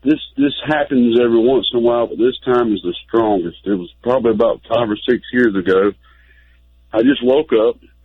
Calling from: Georgia, United States; in Georgia.

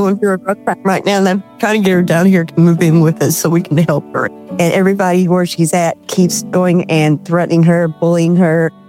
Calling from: Owensboro, Kentucky, United States; Owensboro, Kentucky.

